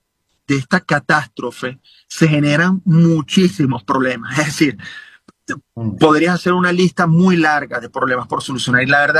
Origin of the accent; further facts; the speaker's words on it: Venezuela; todos somos médicos venezolanos, certificados, acreditados